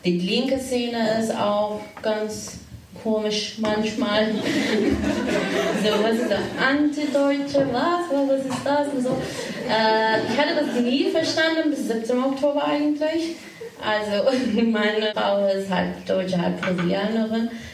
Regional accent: Turkey; German is a second language; moved away as an adult; now in Germany; Syrerin, Türkin und in dieser Beschreibung. Und ich bin in der Türkei geboren und da aufgewachsen.

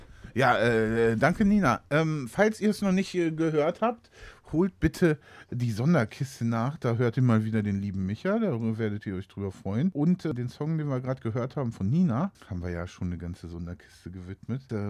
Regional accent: West Germany, Germany; Ich komme ja aus dem Westen

